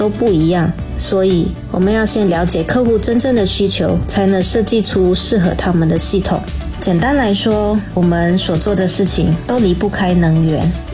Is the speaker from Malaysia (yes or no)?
yes; Lawas, Sarawak, Malaysia; 第一间店开在我的家乡拉瓦斯，也就是老越，那是一个不算大的城镇。